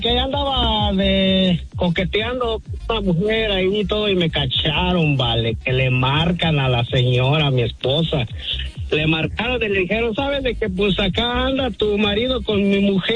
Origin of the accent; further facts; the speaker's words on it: Michoacán, Mexico; No, allá desde mi tierra natal, Michoacán, vale, y...